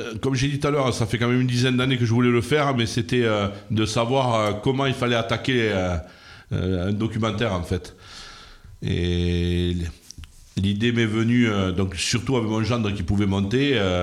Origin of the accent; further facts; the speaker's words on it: Saint-Gaudens, Occitanie, France; moi je suis un Comminges. Ouais. Je suis né à Saint-Gaudens. J'ai quasiment toujours vécu ici